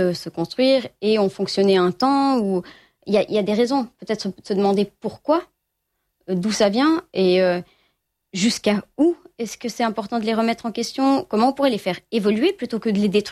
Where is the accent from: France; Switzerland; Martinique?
Switzerland; je suis de Suisse